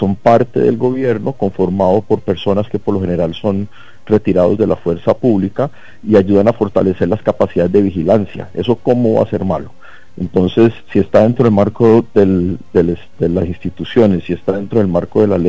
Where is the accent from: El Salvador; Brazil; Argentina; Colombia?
Colombia; hablando como colombiano